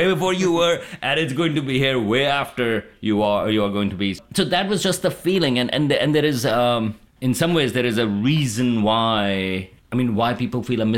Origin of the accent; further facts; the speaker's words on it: Karachi, Sindh, Pakistan; I mean, I grew up in Karachi in Pakistan, close to the ocean.